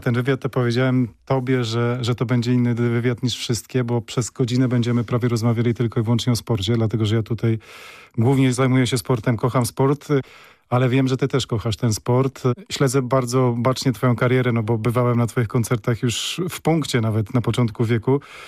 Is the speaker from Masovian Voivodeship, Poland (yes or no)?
yes; Warsaw, Masovian Voivodeship, Poland; Zwłaszcza my warszawiacy tak uważamy.